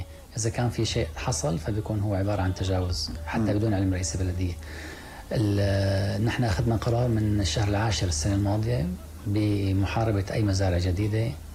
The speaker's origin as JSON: {"language": "Arabic", "country": "Syria", "said": "الثروة المائية اللي هي أغلى ما نملك نحن كسوريين بعد روحنا"}